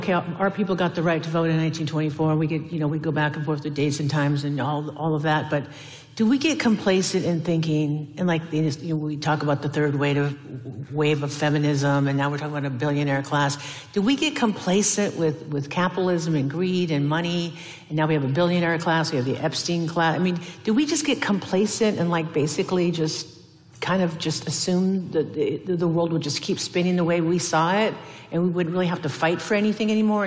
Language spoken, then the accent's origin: English; Washington, United States; a role member of the Blackfeet Nation, born and raised on the Puyallupas, a stepdad's Yakima.